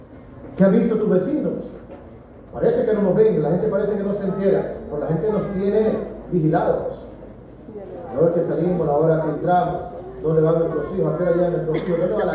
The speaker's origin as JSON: {"language": "Spanish", "town": "Ajuterique", "region": "Comayagua", "country": "Honduras", "moved": "yes", "said": "yo soy de Ajuterique."}